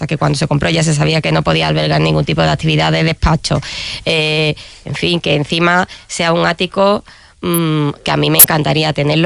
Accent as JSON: {"language": "Spanish", "region": "Andalusia", "country": "Spain", "said": "yo que soy andaluza y no votaré en la Comunidad de Madrid"}